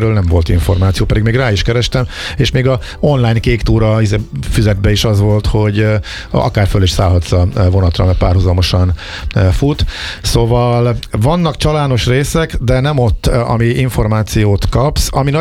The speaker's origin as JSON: {"language": "Hungarian", "region": "Zala", "country": "Hungary", "tie": "born or raised there", "said": "nekem a Göcsej közel áll a szívemhez, mert ugye ott nőttem föl"}